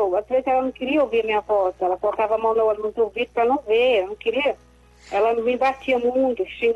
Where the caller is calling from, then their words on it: Itaberá, São Paulo, Brazil; Eu falo de Itaberá, estado de São Paulo.